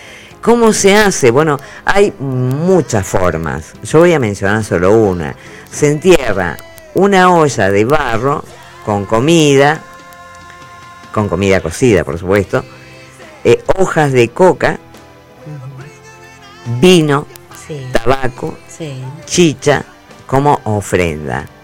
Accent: Argentina

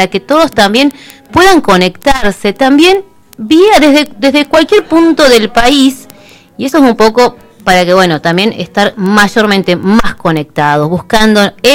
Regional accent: Río Turbio, Santa Cruz, Argentina; now in Río Gallegos, Argentina; Yo porque soy de Turio

